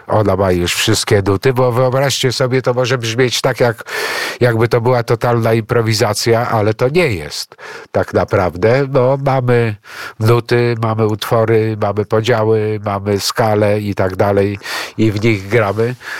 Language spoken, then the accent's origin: Polish; Izmir, İzmir, Turkey; Smyrna to po grecku Izmir. W Polsce się da miasto, moje rodzinne miasto, mówi się Izmir. W tej chwili Izmir należy do Turcji.